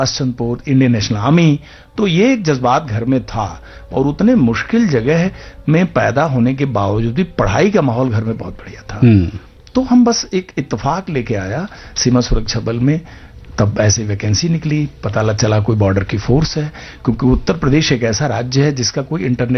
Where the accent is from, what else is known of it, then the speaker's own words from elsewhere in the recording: Chauri Chaura, Uttar Pradesh, India; इलाके में पैदा हुआ था, चोरी चूरा तहसील, गोरखपुर डिस्ट्रिक्ट।